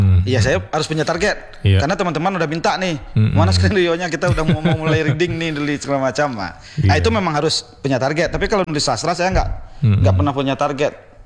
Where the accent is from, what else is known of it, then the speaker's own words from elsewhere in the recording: Riau, Indonesia; born there; karena kampung saya itu aliran Kamparnya kayak Batang Kapur itu satu aliran.